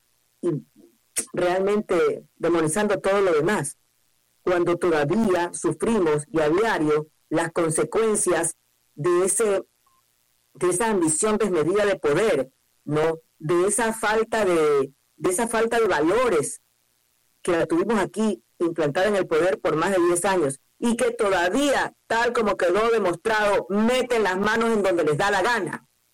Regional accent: Ecuador

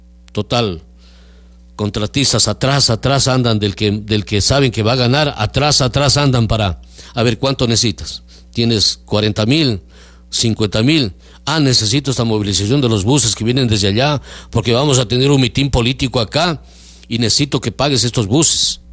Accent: Ecuador; le dijimos que somos ecuatorianos y que acá decimos cola.

